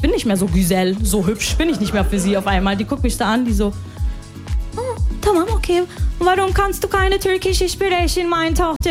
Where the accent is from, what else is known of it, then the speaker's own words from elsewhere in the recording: Lebanon; Ich so, ja, Tante, ich bin Libanesin.